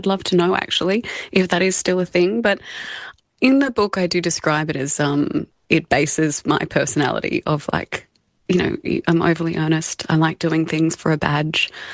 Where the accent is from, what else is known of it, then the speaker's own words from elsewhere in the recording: Albury, New South Wales, Australia; I grew up in Albury, born and bred. My parents are still there. I think, you know, as a regional kid and we had family in Sydney, I used to always dream of going to the big city